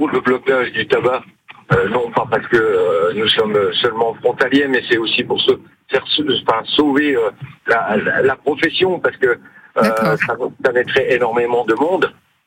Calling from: Brouvelieures, Grand Est, France; je suis de Brouvelieure, moi, dans les Vosges, pas loin de Bruyères

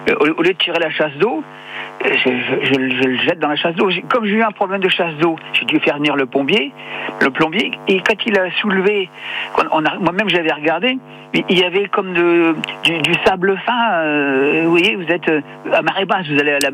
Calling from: Bourgogne-Franche-Comté, France; Moi, je suis pas près de Dijon, hein. Je suis plutôt près de Lons-le-Saunier, à côté du Jura.

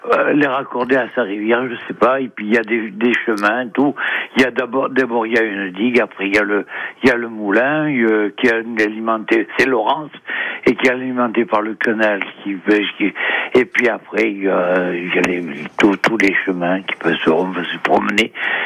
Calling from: Saint-Sylvestre, Nouvelle-Aquitaine, France

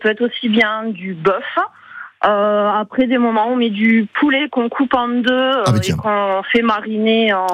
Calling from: Prats-de-Mollo-la-Preste, Occitanie, France; J'habite à Prats-au-Moyau, mais on travaille au Tech.

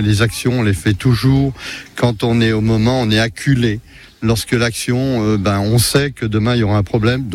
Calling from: Auvergne-Rhône-Alpes, France; moi je suis du département de l'Ain.

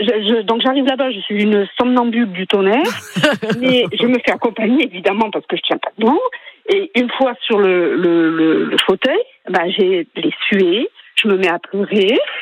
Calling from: Gignac, Occitanie, France; Oui, voilà, je suis à Gignac.

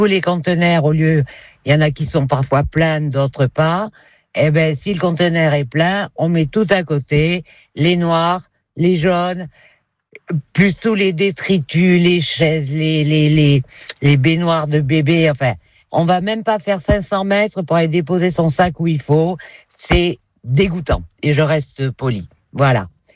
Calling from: Atur, Nouvelle-Aquitaine, France

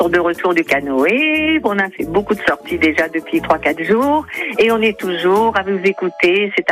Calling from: Argelès-sur-Mer, Occitanie, France; Alors, je vis à Argelès-sur-Mer, vraiment à deux pas de l'eau.

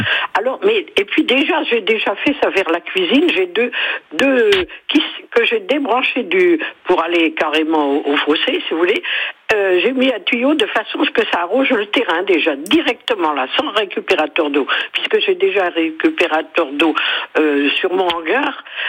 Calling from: Pays de la Loire, France; je suis dans le pays de Ré, puisque je suis sur le Clion

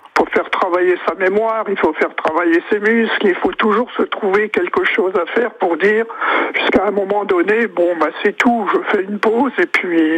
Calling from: Hauts-de-France, France; Je suis en Picardie

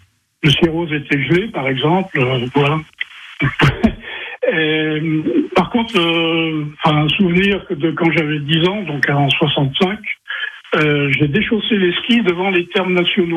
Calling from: Aix-les-Bains, Auvergne-Rhône-Alpes, France; J'ai 71 ans, donc je suis sur Aix-les-Bains.

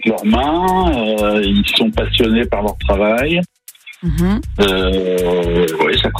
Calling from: Épernay, Grand Est, France

